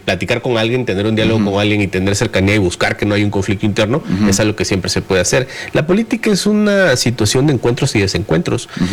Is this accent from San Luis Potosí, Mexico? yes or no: no; Minatitlán, Veracruz, Mexico; La mejor comida del mundo está ahí en mi pueblo, en Minatitlán.